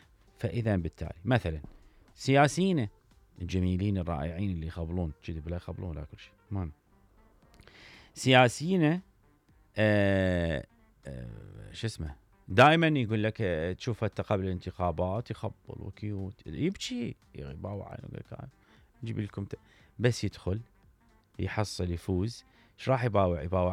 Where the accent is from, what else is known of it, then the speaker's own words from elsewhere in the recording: Iraq; واحنا نحب هاي المنطقه كعراقيين، نحب هاي منطقه التخيل